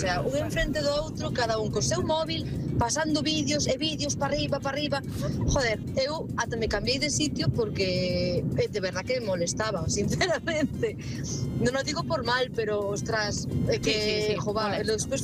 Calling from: Vila de Cruces, Galicia, Spain; Bos días, amigos da Bola Extra … de Vila de Cruces.

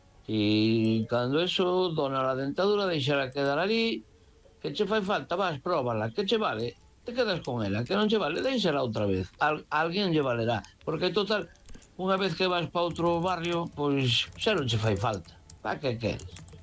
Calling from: A Coruña, Galicia, Spain; de Coruña.

